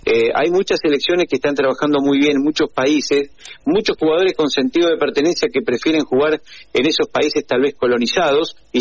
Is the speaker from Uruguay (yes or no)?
no; Paraná, Entre Ríos, Argentina; parece que somos más argentinos que paranaenses acá. Yo, bueno, me considero paranaense